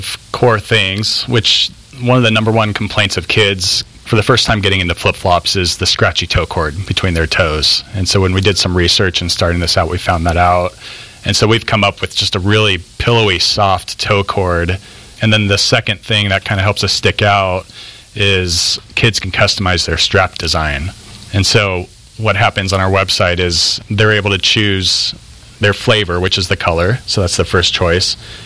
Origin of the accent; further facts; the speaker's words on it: California, United States; I'm from Orange County, California.